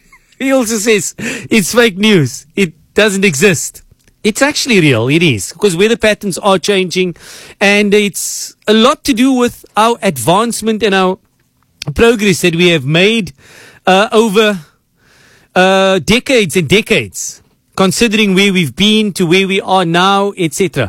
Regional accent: Cape Town, Western Cape, South Africa; I am from Cape Town, born and raised here. Perhaps my parents and grandparents not from South Africa.

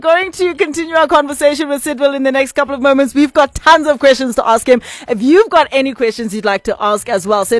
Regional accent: Kimberley, Northern Cape, South Africa; I'm from Kimberley too!

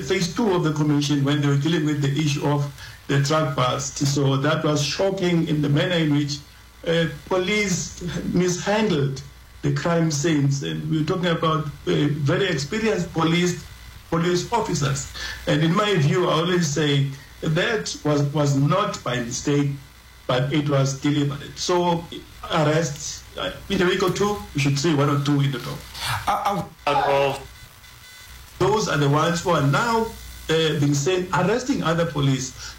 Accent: South Africa; It basically says to us as South African that almost every government department has been infiltrated by some cartels in one way or the other.

